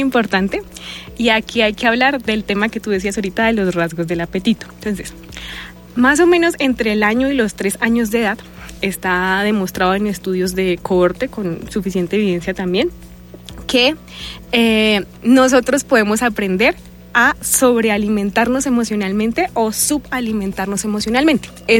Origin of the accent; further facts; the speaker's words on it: Boyacá, Colombia; Soy de Boyacá. Entonces yo he trabajado en varios municipios de Boyacá.